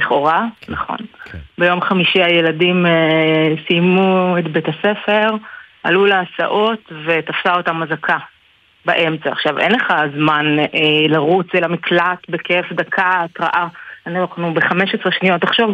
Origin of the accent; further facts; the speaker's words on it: Ramat HaSharon, Tel Aviv District, Israel; moved away as an adult; now in Northern Israel; אני במקור מתל אביב, אני במקור מרמת השרון, גרתי בתל אביב, אני יודעת מה זה, אני כאן עשור, אני בוחרת לגור כאן כל יום מחדש